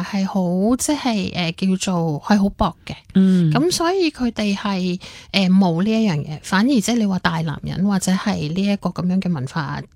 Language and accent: Cantonese; Hong Kong; 我哋香港人觉得系好普遍啦